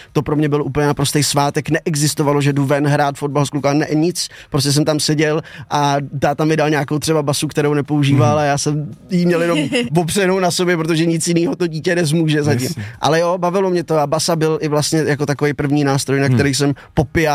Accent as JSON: {"language": "Czech", "town": "Liberec", "region": "Liberec Region", "country": "Czechia", "tie": "born or raised there", "also_born_or_lived": "Frýdlant", "said": "konkrétně z Frýdlantu, teda tam mají asi nejlepší porodnice než v Liberci, ale vyrůstal jsem v Liberci, no, tak tam je prostě nádherně."}